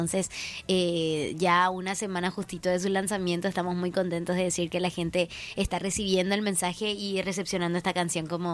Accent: Paraguay; ese sentimiento que nos une a todos como paraguayos

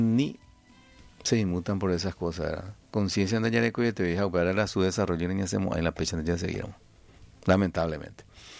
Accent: Paraguay; Porque así somos los paraguayos

